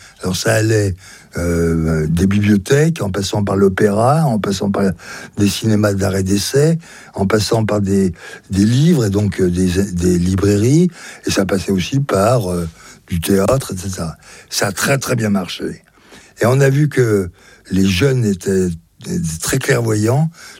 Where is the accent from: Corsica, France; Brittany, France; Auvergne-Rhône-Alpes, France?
Auvergne-Rhône-Alpes, France; Belley; je suis chez moi à Belley. Mes parents, mon père y a exercé son activité économique et en même temps était premier adjoint. Ma mère est née là et nous a élevés ici.